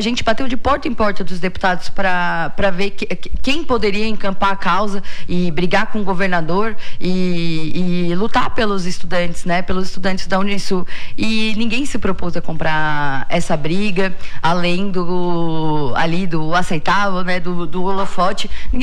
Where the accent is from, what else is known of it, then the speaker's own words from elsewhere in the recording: Tubarão, Santa Catarina, Brazil; moved away as an adult; Iniciei a minha trajetória aqui em Tubarão, nasci e cresci em Tubarão, nasci e cresci aqui, né, fui coroinha aqui na catedral, fui coroinha na passagem, fui da Legião de Maria, então conheço, né, as ruas de Tubarão